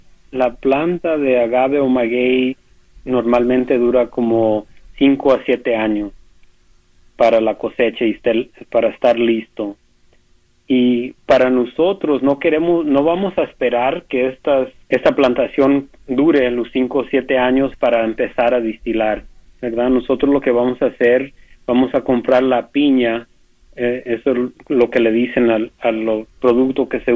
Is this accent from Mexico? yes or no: yes; Mexico; como yo, como mexicano, me da mucho orgullo